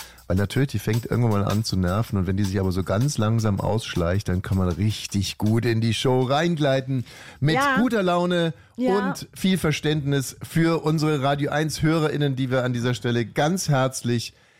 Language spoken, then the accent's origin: German; Hungary; Also ich bin Ungar, wir haben zu Hause wirklich sehr viel scharf gegessen